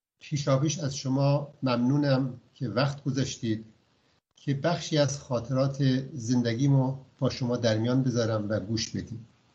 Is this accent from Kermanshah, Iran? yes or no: yes; Kangavar, Kermanshah, Iran; 1329 برابر با اول ماه مه 1950. من در کنگاور متولد شدم، در یک خانواده پرجمعیت و مرفه. پدر من خب از تجار کنگاور بود